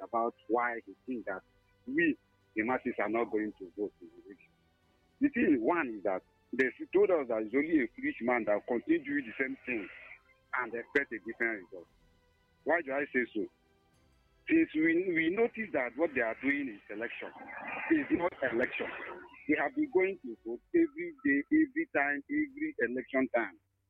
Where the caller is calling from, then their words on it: Enugu, Enugu State, Nigeria; I'm calling from Transekulu.